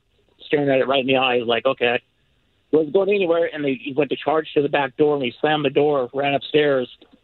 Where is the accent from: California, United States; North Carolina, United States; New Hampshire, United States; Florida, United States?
California, United States; Big Bear Lake; So I grew up in Big Bear.